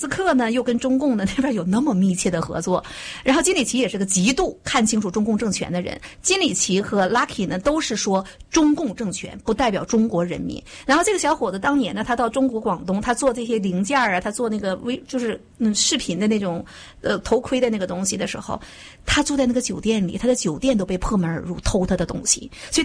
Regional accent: United States; 我觉得这个是值得我们美国人庆贺的。

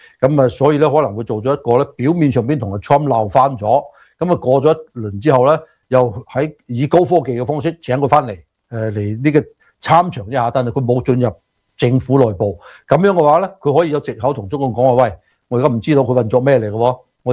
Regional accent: China; 我冇講共產黨就係淨係中國共產黨喺和平時期已經將我哋中國人整死咗8000萬啦

